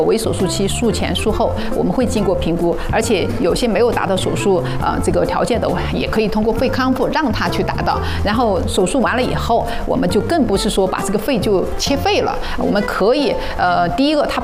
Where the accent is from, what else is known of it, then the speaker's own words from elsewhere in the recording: Sichuan, China; 比如说我们四川人喜欢吃辣，